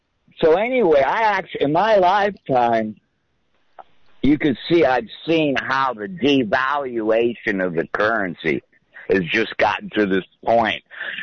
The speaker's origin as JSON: {"language": "English", "town": "Pacifica", "region": "California", "country": "United States", "tie": "born or raised there", "also_born_or_lived": "San Francisco", "said": "My dad bought a house that's worth $1 million now for $18,500 in Pacifica in 1959. Yeah, we moved from San Francisco down the coast. Pacifica, oh, that was a nice little place to grow up."}